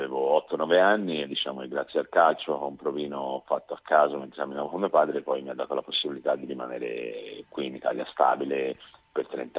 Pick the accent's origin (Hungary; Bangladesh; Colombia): Colombia; now in Florence, Italy; la mia terra Colombia